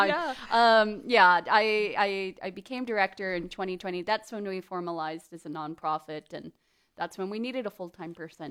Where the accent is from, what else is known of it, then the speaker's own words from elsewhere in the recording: Houston, Texas, United States; now in Austin, United States; I live here in Austin, but I'm a transplant from Houston.